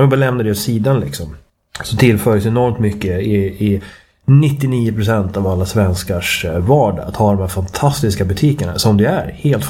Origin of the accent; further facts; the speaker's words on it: Sweden; now in Malta; Jag är lika svensk som alla andra.